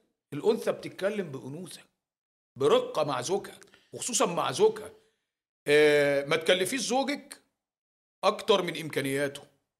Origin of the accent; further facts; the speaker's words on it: Egypt; انا مواطن مصري